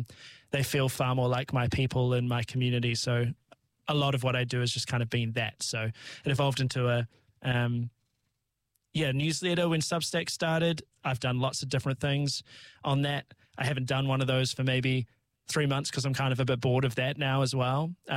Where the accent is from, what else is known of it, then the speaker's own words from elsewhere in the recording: Timaru, Canterbury, New Zealand; I grew up in Timaru, and I grew up in a household that wasn't super into music, didn't have music around.